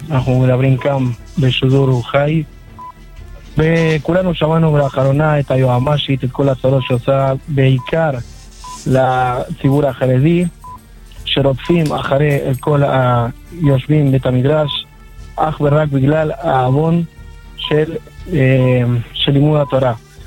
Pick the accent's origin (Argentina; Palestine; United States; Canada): Argentina; now in Israel; אני עליתי מארגנטינה, אז בוא נראה איך להיות.